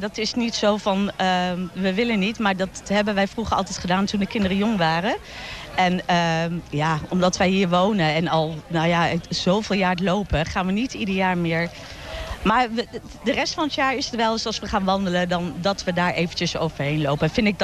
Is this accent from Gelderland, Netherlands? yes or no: yes; Wolfheze, Gelderland, Netherlands; Wij komen bijna allemaal uit Wolfees of de gemeente Renkum. En we kennen elkaar ons hele leven al.